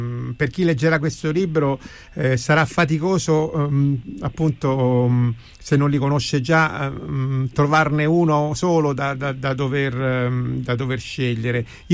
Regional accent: Rome, Lazio, Italy; per me che sono romano

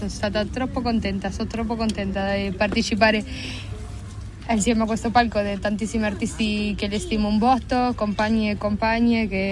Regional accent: Uruguay; moved away as an adult; now in Italy; Io sono dell'Uruguay, originaria.

